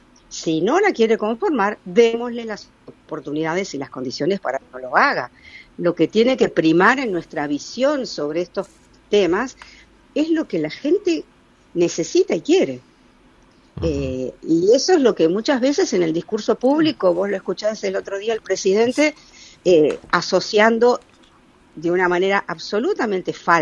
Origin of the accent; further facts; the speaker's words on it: Buenos Aires, Argentina; De Ciudad de Buenos Aires